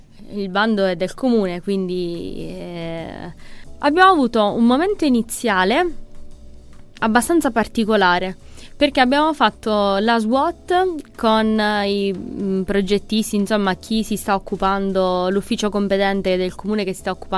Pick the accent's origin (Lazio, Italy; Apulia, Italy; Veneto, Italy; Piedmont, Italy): Apulia, Italy; moved away as an adult; now in Marche, Italy; come penso si è intuito dall'accento, vengo dalla Puglia, quindi giù sono sempre stata in centri, associazioni, insomma, vabbè, la realtà di giù è un po' diversa